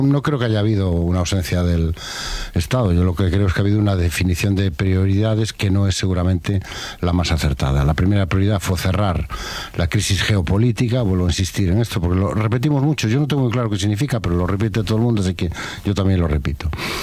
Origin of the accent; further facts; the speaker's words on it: Spain; O sea, eso es España hoy. Eso somos los españoles.